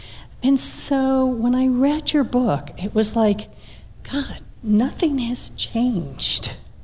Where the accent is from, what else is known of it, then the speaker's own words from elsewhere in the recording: Colorado Springs, Colorado, United States; I'm from Colorado Springs.